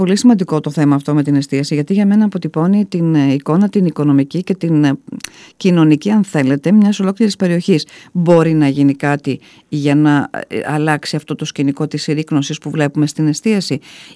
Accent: Greece; Αλλά νομίζω ότι και ως Έλληνες το θέλουμε αυτό.

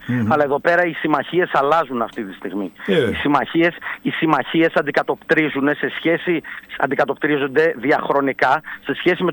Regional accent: Thessaloniki, Central Macedonia, Greece; είμαστε όλοι από τη Θεσσαλονίκη

